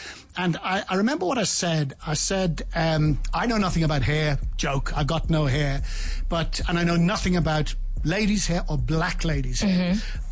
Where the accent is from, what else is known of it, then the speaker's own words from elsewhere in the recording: Ireland; moved away as an adult; now in South Africa; I was used to sort of growing up in Ireland and in bars where you had chats and arguments